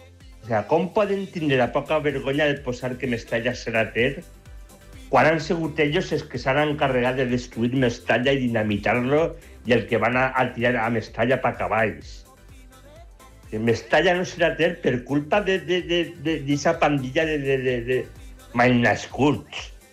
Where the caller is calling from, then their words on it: Valencia, Valencian Community, Spain; de València